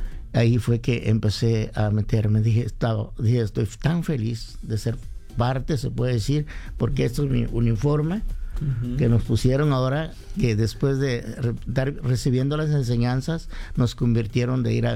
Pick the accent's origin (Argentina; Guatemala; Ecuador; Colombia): Guatemala; moved away as an adult; soy de Guatemala.